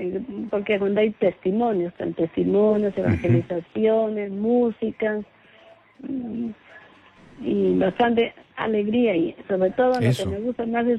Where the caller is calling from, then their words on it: Lima, Peru; …, desde Jesús María.